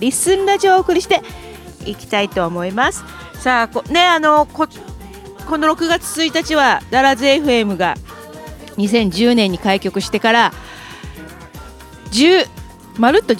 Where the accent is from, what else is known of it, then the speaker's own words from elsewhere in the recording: Nagoya, Aichi, Japan; now in Western Tottori, Japan; 私の実家名古屋でして